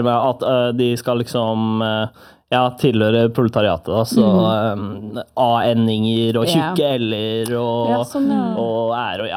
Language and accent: Swedish; Moss, Østfold, Norway; Swedish is a second language; Men jag är från Moss.